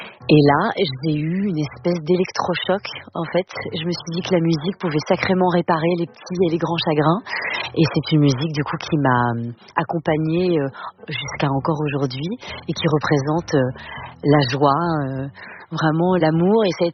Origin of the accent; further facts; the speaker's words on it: Brittany, France; born there; J'ai 6 ans, je suis en Bretagne, je suis dans le salon de mes parents